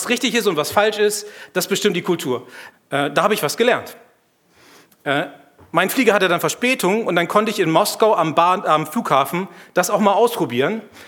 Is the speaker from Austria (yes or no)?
no; Germany; als Deutscher